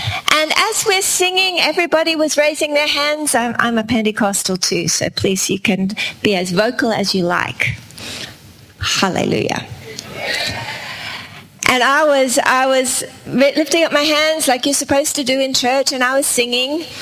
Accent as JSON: {"language": "English", "country": "Australia", "said": "We are from Australia. That's why my accent's a little different"}